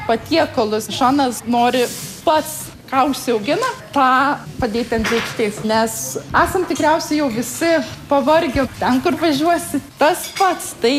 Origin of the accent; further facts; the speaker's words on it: Girdžiai, Tauragė County, Lithuania; born there; moved away as an adult; also born or lived in Ireland; Aš esu iš Girdžių, mano tėvų ūkis.